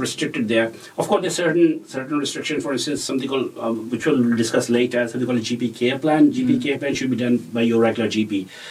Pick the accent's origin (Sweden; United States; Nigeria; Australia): Australia; Melbourne, Victoria; I'm from Melbourne, so they're private billing practices.